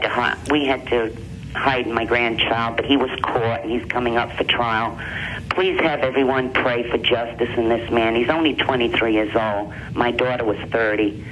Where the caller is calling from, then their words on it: Middletown, Rhode Island, United States; from Middletown, Rhode Island.